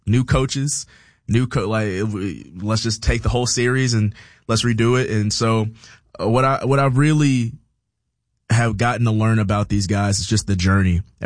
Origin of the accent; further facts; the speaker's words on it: Alabama, United States; And obviously, I'm from Alabama. Bo Jackson is the greatest athlete from my home state of Alabama.